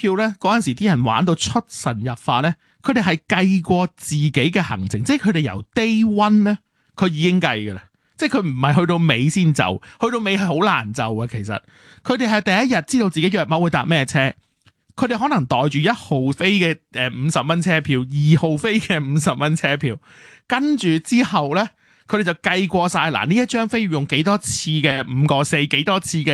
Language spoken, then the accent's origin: Cantonese; Hong Kong; 我哋香港人